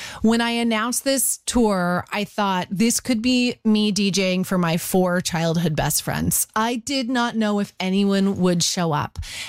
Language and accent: English; Canada; But for the most part, we're all Canadian women who kind of grew up in the same era.